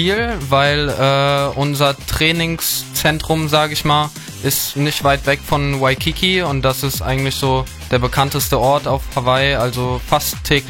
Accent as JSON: {"language": "German", "town": "Bad Münster am Stein-Ebernburg", "region": "Rhineland-Palatinate", "country": "Germany", "moved": "as an adult", "said": "ich komme ja aus Bad Münster"}